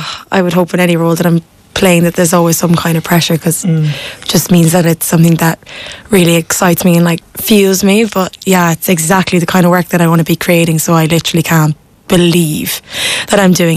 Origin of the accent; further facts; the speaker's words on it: Munster, Ireland; moved away; I'm from Clare